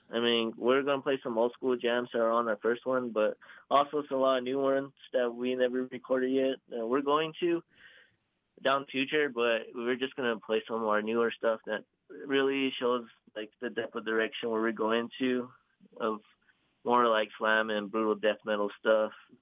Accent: San Felipe Pueblo, New Mexico, United States; Me and the vocalist come from San Felipe Pueblo.

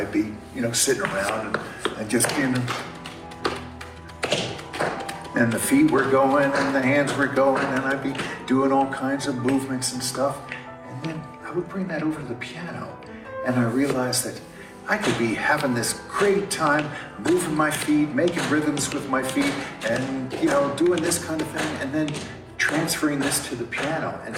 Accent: Englewood, New Jersey, United States; Well, I grew up in Englewood, New Jersey, and the kids I hung around with, the black kids especially, loved to dance.

